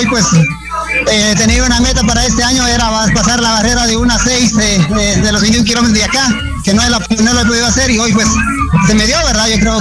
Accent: Guatemala; tuvimos el segundo lugar como mejor guatemalteco

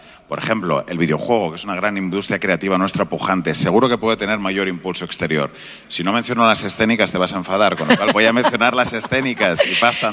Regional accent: Spain; esto que es tan bonito que nos decía Ken Nagano y que nos honra como españoles

